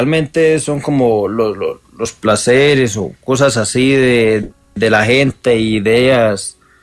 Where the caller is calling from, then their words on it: Santander, Colombia; Desde un municipio de Santander.